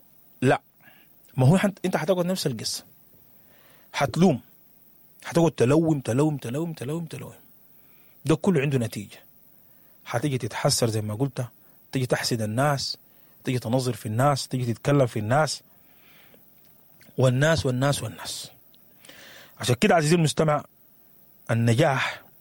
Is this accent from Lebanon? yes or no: no; Sudan; moved away; احنا عشنا معهم في السودان